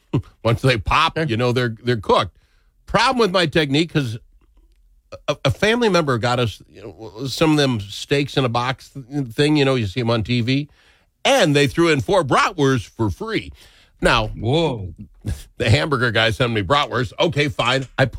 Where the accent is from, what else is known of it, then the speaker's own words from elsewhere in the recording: Minnesota, United States; Minnesota.